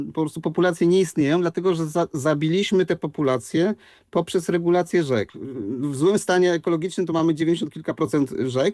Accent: Wrocław, Lower Silesian Voivodeship, Poland; Ja akurat jestem z Wrocławia w 97 roku

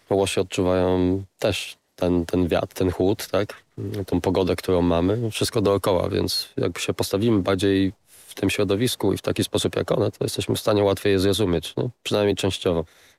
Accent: West Pomeranian Voivodeship, Poland; moved away as an adult; Trafiłem tutaj, o Jezu, już będzie 26 lat temu. Kiedy studiowałem jeszcze biologię w Białymstoku, przyjechałem właśnie z Pomorza Zachodniego.

